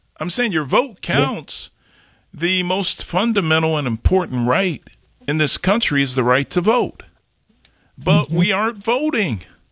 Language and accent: English; Jackson, Mississippi, United States; moved away; I'm from Jackson, right. Mississippi.